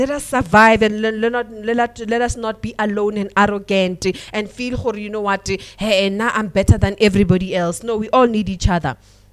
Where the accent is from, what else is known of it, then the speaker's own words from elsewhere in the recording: South Africa; I love being a South African.